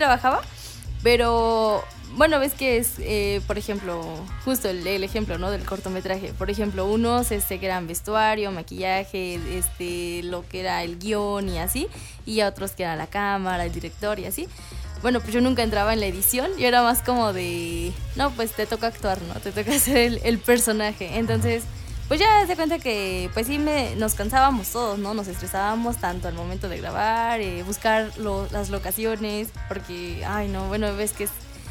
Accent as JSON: {"language": "Spanish", "town": "Teziutlán", "region": "Puebla", "country": "Mexico", "said": "yo, bueno, que soy aquí de Teziu"}